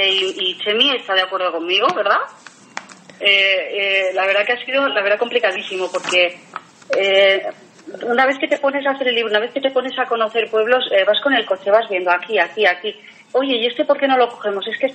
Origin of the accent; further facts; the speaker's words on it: Catalonia, Spain; moved away as an adult; now in San Sebastián, Spain; Vengo de Cataluña, pero desde luego que adoro Donosti.